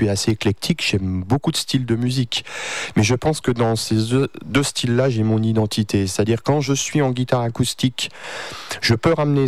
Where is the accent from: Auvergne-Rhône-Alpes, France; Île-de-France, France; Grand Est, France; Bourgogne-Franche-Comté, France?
Grand Est, France; Blénod-lès-Pont-à-Mousson; je suis natif de pas très loin d'ici, j'habite à Blénaud-les-Pont-à-Mousson.